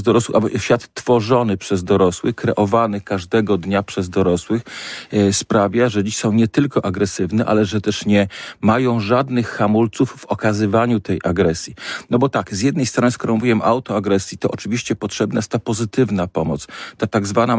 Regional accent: Poznań, Greater Poland Voivodeship, Poland; ja jestem z Dolnego Łazarza.

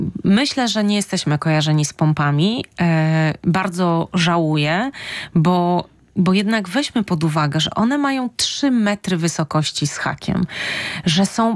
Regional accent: Szczecin, West Pomeranian Voivodeship, Poland; born there; jako szczecinianki z urodzenia i z wyboru

